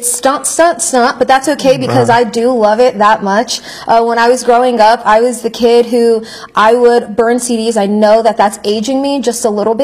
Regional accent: California, United States; moved away as an adult; now in Huntington, United States; So I'm originally from California, lived in California my entire life. Only time I moved out of the state was to move here to Huntington, West Virginia to take this job, actually.

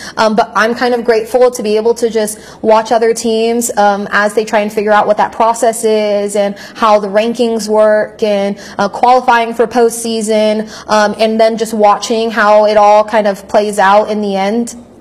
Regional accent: California, United States; now in West Virginia, United States; my home state, California

